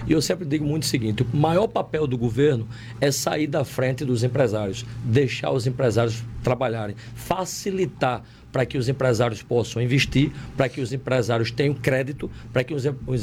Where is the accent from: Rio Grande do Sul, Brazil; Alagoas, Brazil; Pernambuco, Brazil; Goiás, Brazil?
Alagoas, Brazil; eu olhei também para a minha terra, olhei também para Alagoas